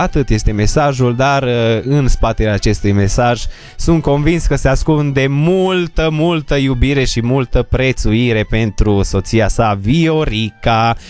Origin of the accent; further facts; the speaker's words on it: Transylvania, Romania; Merge și amu aici pe Radio Sorus, că suntem ardeleni până la urmă.